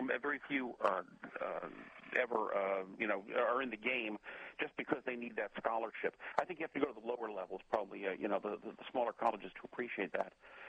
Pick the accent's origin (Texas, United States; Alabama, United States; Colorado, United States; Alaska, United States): Alabama, United States; growing up in Alabama